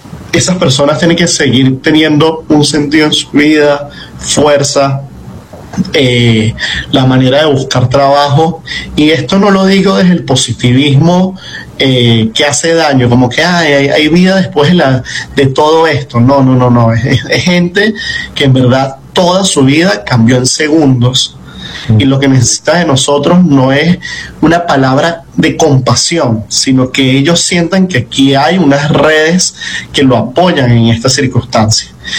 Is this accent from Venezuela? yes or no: yes; Venezuela; seguíamos vivos también como venezolanos.